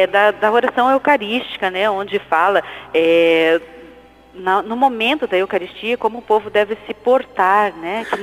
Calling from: Curitiba, Paraná, Brazil; Eu falo de Curitiba.

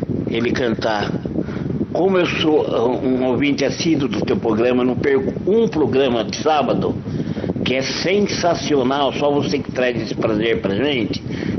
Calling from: Jundiaí, São Paulo, Brazil; sou aqui da cidade de Jundiaí, tenho 68 anos.

